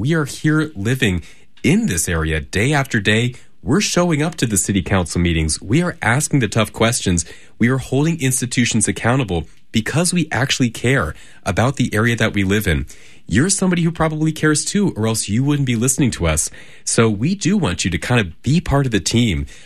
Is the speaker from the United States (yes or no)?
yes; Charlotte, North Carolina, United States; I grew up in Charlotte.